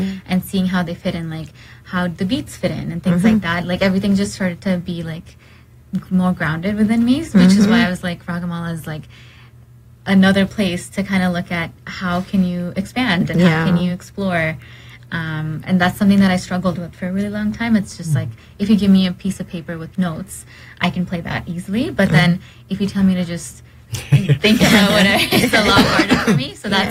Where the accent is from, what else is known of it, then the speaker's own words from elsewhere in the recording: Dubai, United Arab Emirates; now in Canada; I was in Dubai. Okay. And so when I moved to Canada, I found it was hard to kind of fit in.